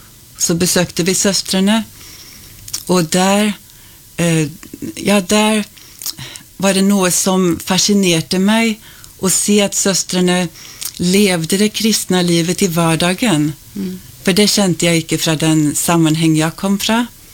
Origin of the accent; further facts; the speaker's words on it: Sweden; Ja, jag kommer från Sverige. Och jag är född och uppvuxen i en kristen familj.